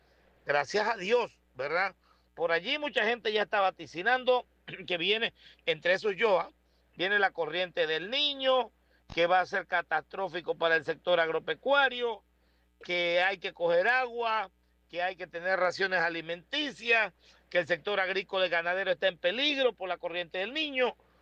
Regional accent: Panama

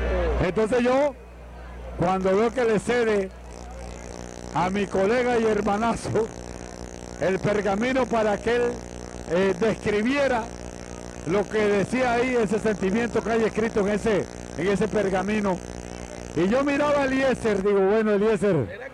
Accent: Macaracas, Los Santos, Panama

